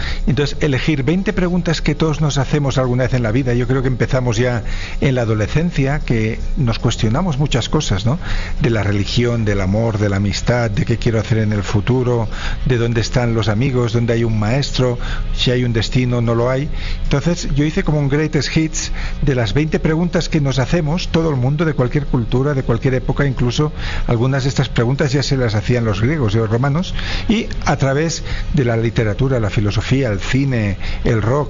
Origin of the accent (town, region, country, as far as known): Barcelona, Catalonia, Spain